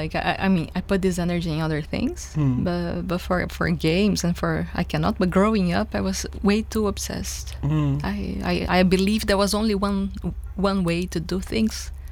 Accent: Brazil; moved away as an adult; now in Belgium; I grew up in Brazil and I moved here for my master's degree.

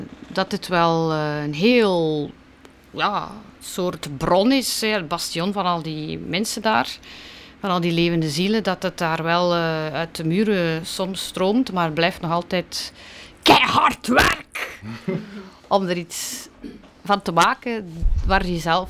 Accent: Moorsele, West Flanders, Belgium; born there; En dan heb ik er nog één in Moorsele. In mijn geboortedorp, 20 juni.

